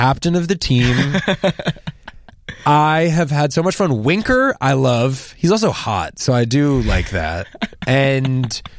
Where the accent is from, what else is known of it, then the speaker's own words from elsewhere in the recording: New York, United States; I grew up in New York, so it's always great to come back and do some stuff in the city. I just moved back to New York, actually.